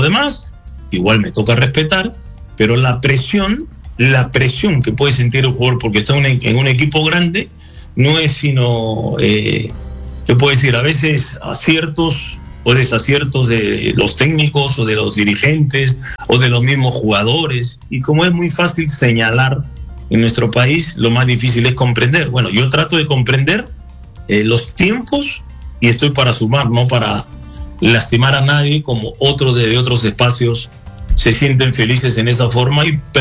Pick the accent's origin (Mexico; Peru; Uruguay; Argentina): Peru